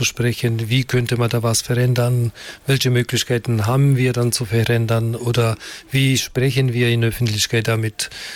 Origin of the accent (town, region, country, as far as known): North Macedonia; born or raised there; German is a second language; now in Germany